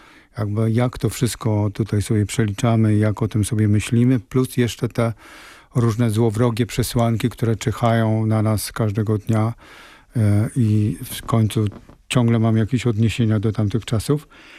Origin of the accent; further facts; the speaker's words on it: Łabiszyn, Kuyavian-Pomeranian Voivodeship, Poland; moved away; also born or lived in Silesia; wychowywałem się w takim miasteczku koło Bydgoszczy, Łabiszynie, było to małe miasteczko, wszystkie domy były z werandami na chodnik.